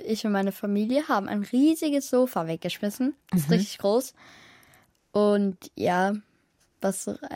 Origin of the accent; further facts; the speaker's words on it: Munich, Bavaria, Germany; born there; Also, ich bin in Deutschland. Also, ich bin in München geboren und ich komme halt aus Kurdistan. Das ist in Asien.